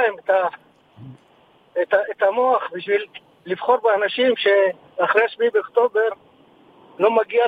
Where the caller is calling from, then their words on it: Shlomi, Northern District, Israel; אני משלומי